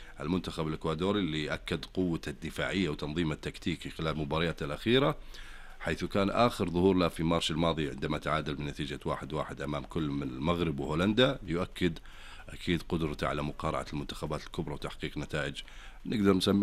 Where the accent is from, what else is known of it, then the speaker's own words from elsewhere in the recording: Saudi Arabia; الأهم عندنا كسعوديين